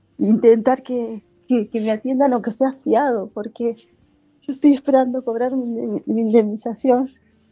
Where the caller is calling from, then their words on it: El Bolsón, Río Negro, Argentina; soy del Bolsón